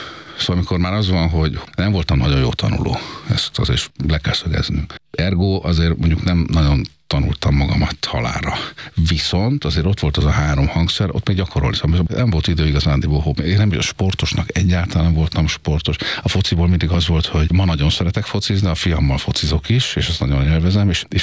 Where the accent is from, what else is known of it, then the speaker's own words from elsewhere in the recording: Budapest, Hungary; Budapesten születtem, édesanyám hegedű tanár, édesapám brácsázott az operában, szóval erre mondják azt, hogy zenész családba született. Itt nőttem föl először a harmadik kerületben